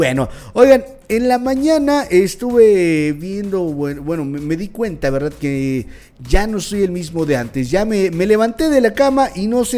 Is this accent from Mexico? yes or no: yes; Mexico; yo como buen mexicano